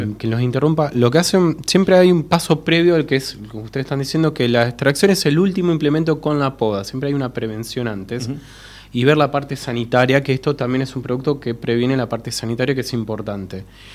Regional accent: Campana, Buenos Aires Province, Argentina; yo soy oriundo de Campana

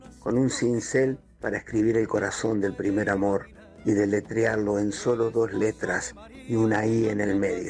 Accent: San Juan, Argentina; Mi infancia en San Juan me llevaba los fines de semana a la quinta de mi abuela

